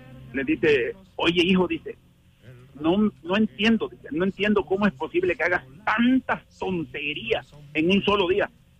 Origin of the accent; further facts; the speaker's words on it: Mexico; born there; moved away; en las escuelas allá en México se ponían esa marcha para cuando nos formábamos.